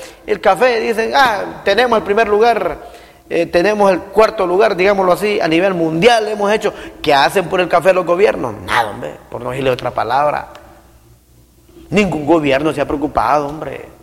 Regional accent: Honduras; Yo estoy en contra de todos aquellos que pierden la identidad como hondureños.

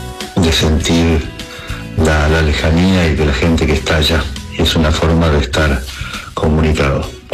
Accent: Argentina; y soy argentino, estoy andando en bicicleta desde, vengo de Bari

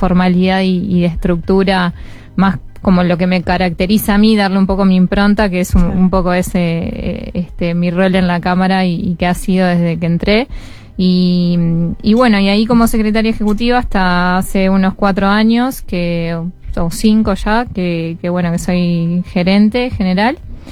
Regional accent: Montevideo, Uruguay; now in Maldonado, Uruguay

